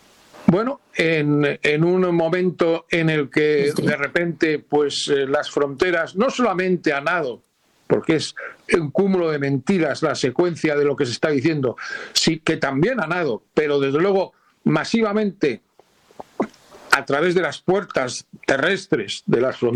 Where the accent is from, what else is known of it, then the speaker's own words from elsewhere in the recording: Spain; me duele muchísimo decirlo como español